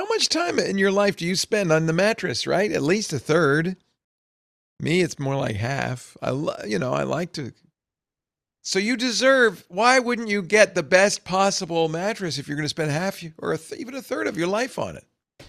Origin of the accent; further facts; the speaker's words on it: Providence, Rhode Island, United States; I grew up in Providence, Rhode Island